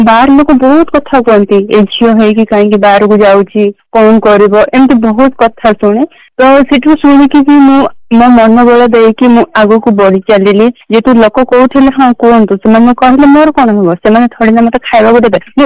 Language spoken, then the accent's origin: Odia; Kangarapada, Odisha, India; ମୋ ବ୍ଲକ ହେଉଛି ଲମତାପୁର, ମୋ ଗାଁ ହେଉଛି କାଙ୍ଗରାପଡ଼ା, ଆଉ ମୋ ଡିଷ୍ଟ୍ରିକ୍ଟ ହେଉଛି କୋରାପୁଟ।